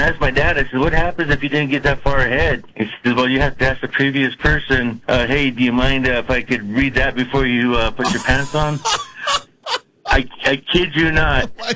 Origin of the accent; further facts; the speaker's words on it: Mexico; moved away; Oh, we grew up in Mexico, and they didn't have toilet paper. We had an outhouse.